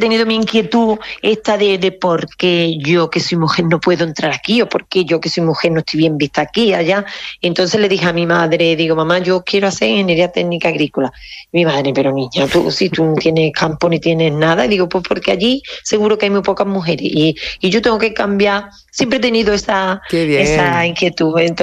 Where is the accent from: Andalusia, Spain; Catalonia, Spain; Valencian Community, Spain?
Andalusia, Spain; Seville; moved away as an adult; now in Carcabuey, Spain; porque yo soy de capital y me vine al mundo rural, soy de Sevilla, me vine aquí a Carcagüey, cuando aquello pues estamos hablando del año 2002 aproximadamente